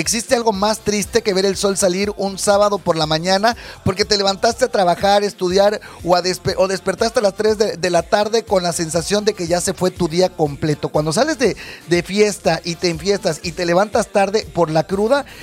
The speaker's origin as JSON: {"language": "Spanish", "country": "Mexico", "said": "Somos mexicanos, obviamente"}